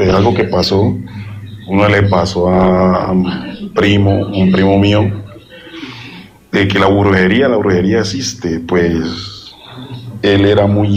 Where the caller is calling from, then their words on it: Candelaria, Valle del Cauca, Colombia; yo vivo en Candelaria, Candelaria del Cauca.